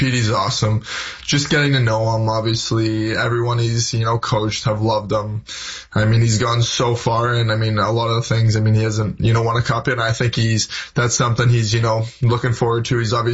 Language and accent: English; Hamilton, Ontario, Canada; So, you know, when I'm in New York and they're like, where are you from? I'm always like, I'm from Toronto. And it's a little bit easier because they know where that is.